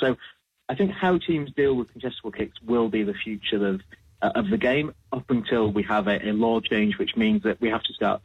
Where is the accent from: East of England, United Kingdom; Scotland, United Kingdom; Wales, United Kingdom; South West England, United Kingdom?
Wales, United Kingdom; As a Welshman myself, these are two games I pay particular attention to.